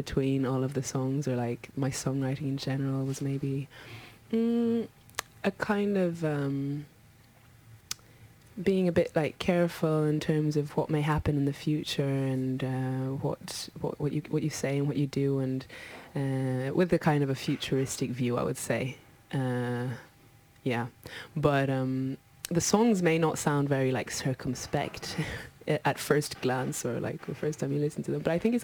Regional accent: Oslo, Norway; moved away; I grew up in Oslo

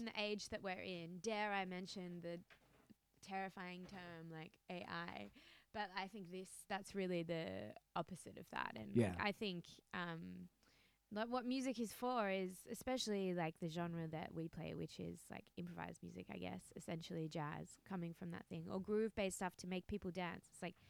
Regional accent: Australia; moved away; especially as an Australian.

